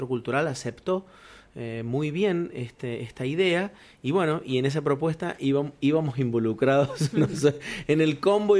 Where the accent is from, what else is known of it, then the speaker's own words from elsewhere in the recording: Cuyo, Argentina; born there; Porque nosotros, los que vivimos en esta tierra y los que somos nacidos aquí en Cuyo